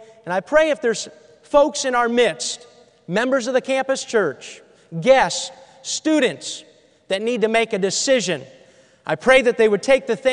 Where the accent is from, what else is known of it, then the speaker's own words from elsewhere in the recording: New Hampshire, United States; born there; also born or lived in New York / Maine; now in Ohio, United States; Before I moved to Ohio, I grew up in New England. I love New England. I live in Ohio now, but I love growing up in New England. I was born in New York. I lived in Maine for 6 years. Lived about 12, 13, 14 years in the state of New Hampshire.